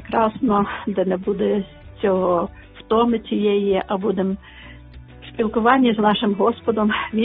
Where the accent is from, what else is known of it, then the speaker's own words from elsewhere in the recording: Bilivtsi, Chernivtsi Oblast, Ukraine; moved away; Я з Чернівецької області, село Білівці, дуже гарне місце.